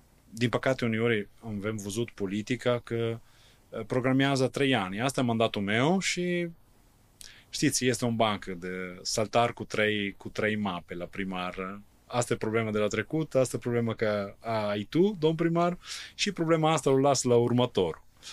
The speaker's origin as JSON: {"language": "Romanian", "country": "Italy", "second_language": "Romanian", "moved": "yes", "lives_now": "Chișinău, Moldova", "said": "eu vă spun ca italian"}